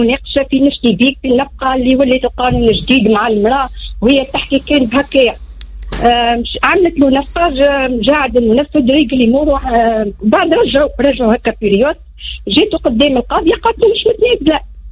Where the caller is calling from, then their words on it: Sfax, Sfax Governorate, Tunisia; بلي مواطنة من صفاقس.